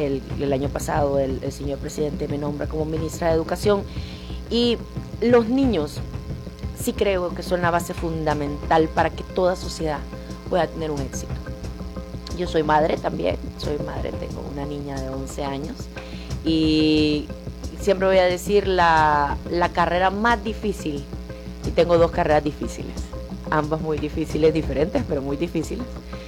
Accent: Sonsonate, El Salvador; born there; nosotros somos de Sonsonate, pero mi mami trabajaba en San Salvador

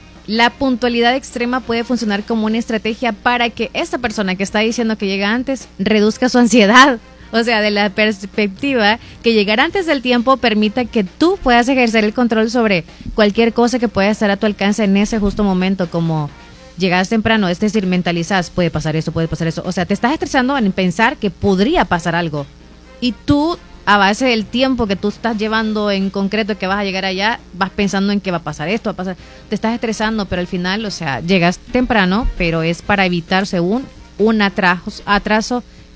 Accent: El Salvador; No, como costumbre salvadoreño

